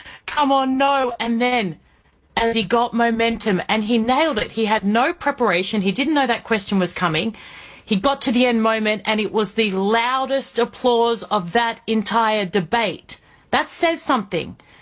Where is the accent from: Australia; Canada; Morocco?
Australia; I'm an Australian broadcaster. I have the absolute honor of filling in for someone I consider to be a hero